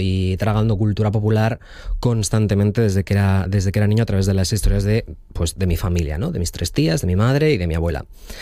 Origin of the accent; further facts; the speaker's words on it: Sariego, Asturias, Spain; mi familia, que somos de Sariego. Entonces yo tuve la particularidad, yo creo, de haberme criado en un entorno femenino, con una ganadería por el medio también, y en donde había una peluquería, un salón de estética y un solarium